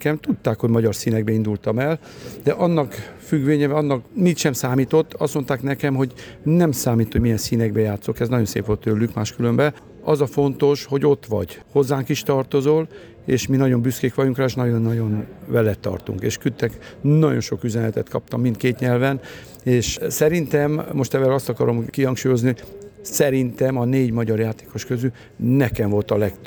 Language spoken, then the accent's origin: Hungarian; Transylvania, Romania; Én mivel kettős állampolgár vagyok, magyar is vagyok, román is. Ott játszok, ahol felkérnek, ahol játszok, mivel ott élek ki, Erdélybe, igaz, akkor a román bajnokság közele van hozzám.